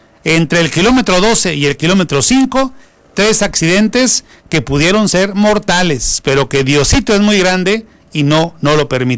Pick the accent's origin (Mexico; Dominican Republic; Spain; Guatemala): Mexico